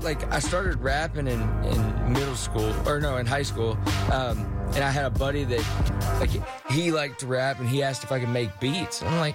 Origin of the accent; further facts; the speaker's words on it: Kentucky, United States; where I grew up in Kentucky